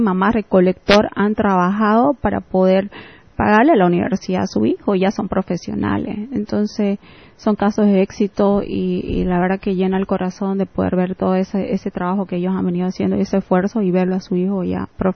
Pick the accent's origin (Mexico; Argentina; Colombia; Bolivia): Bolivia; Santa Cruz de la Sierra, Santa Cruz; somos ciudadanos, ¿no?, de Santa Cruz. Entonces, como Camba, debemos cuidar pues nuestra ciudad